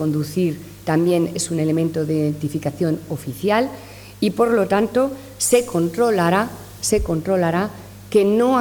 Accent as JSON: {"language": "Spanish", "town": "Valladolid", "region": "Castile and León", "country": "Spain", "said": "lo que somos los vallisoletanos, personas con responsabilidad y con gran civismo."}